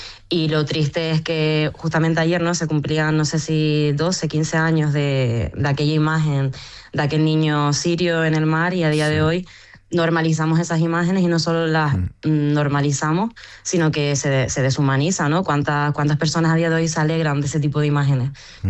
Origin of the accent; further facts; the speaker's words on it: Canary Islands, Spain; políticamente no lo somos, pero geográficamente somos africanos. Y toda nuestra historia en Canarias lo dice.